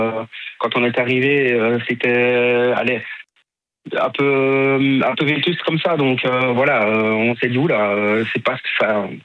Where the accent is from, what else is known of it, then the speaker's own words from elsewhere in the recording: Rendeux, Luxembourg, Belgium; Je viens de Rendeux, moi.